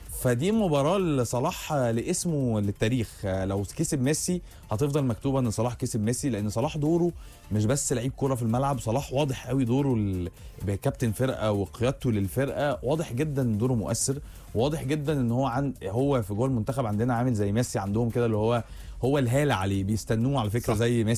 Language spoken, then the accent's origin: Arabic; Egypt; احنا كمصريين